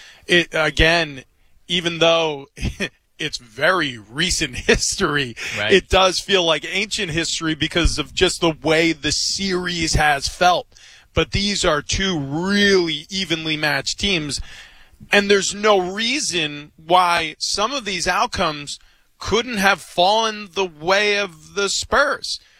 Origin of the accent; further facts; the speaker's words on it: New York, United States; And I grew up in New York. I grew up a Knicks fan.